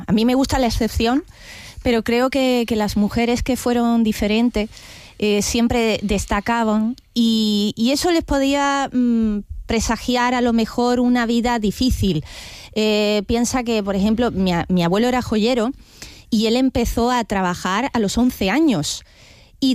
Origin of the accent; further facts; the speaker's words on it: Málaga, Andalusia, Spain; Efectivamente, yo soy malagueña.